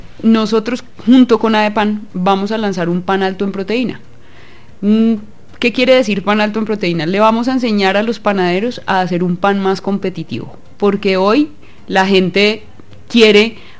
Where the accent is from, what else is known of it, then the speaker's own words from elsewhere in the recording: Zipaquirá, Cundinamarca, Colombia; born there; Nací en Zipaquirá.